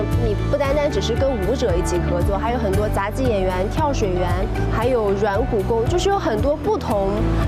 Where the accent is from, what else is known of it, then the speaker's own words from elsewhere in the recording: Zhejiang, China; born there; moved away; 我出生于中国浙江，12岁开始学习古典芭蕾舞，16年接到了《水浒剑》的邀请，所以我过来这边。